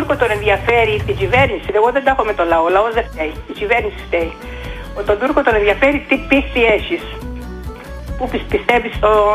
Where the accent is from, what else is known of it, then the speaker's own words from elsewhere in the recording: Greece; Εγώ Ελληνίδα είμαι.